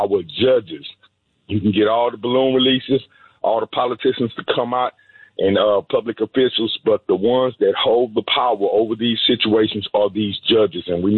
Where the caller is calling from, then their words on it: Houston, Texas, United States; down here in Houston, Texas